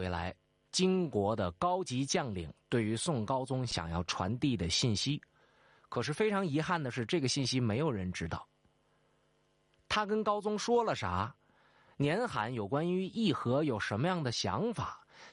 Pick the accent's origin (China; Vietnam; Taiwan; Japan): China; Changchun, Jilin; 黄龙府今天离我的家乡长春特别近啊，在吉林农安，